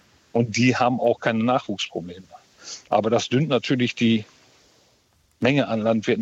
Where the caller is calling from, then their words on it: North Rhine-Westphalia, Germany; Wir kommen jetzt hier aus dem Rande vom Ruhrgebiet.